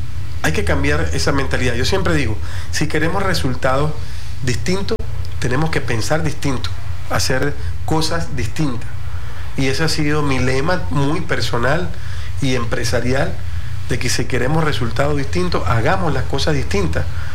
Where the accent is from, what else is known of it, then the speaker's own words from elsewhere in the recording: Venezuela; nosotros como venezolanos